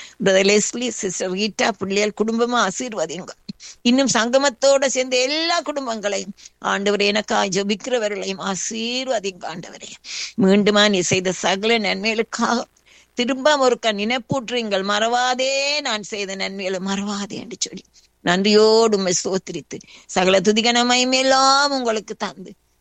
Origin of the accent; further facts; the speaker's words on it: Sri Lanka; moved away; விசேஷமா நாங்கள் ஸ்ரீலங்கன்ஸ்